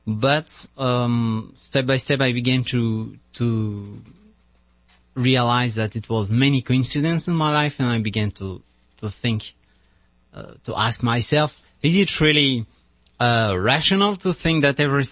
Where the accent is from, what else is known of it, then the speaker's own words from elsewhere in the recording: France; English is a second language; moved away as an adult; now in United States; So I'm a French friar.